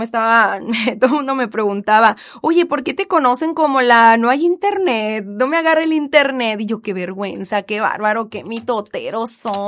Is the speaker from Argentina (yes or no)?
no; Mexico; como buenos mexicanos, luego traemos todo ahí